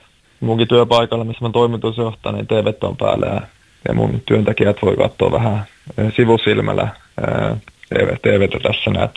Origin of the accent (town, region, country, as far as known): Kokkola, Central Ostrobothnia, Finland; born or raised there; now in Norway